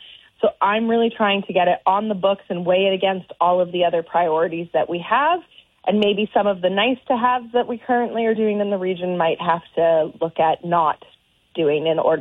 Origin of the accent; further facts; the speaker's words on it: Wilmot, Ontario, Canada; I'm from Wilmot. We don't have a hospital here.